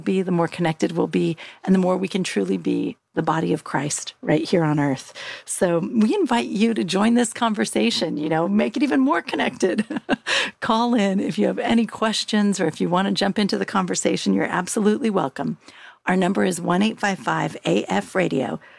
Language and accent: English; California, United States; I grew up just outside of Lake County.